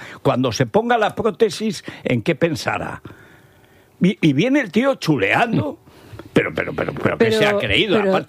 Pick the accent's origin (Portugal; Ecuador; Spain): Spain; Teruel, Aragon; pero a mí me da frío y soy de Teruel y me daba frío.